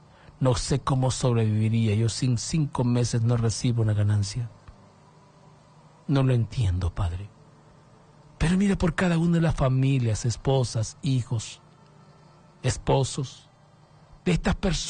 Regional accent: Honduras; Te lo digo como hondureño

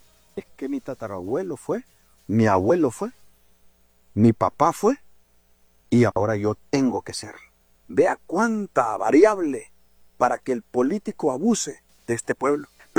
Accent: Honduras; quiénes somos los hondureños

